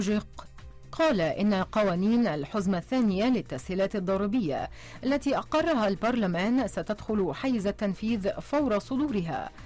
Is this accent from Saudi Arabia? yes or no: no; Egypt; كلنا كمصريين بنحتفل بها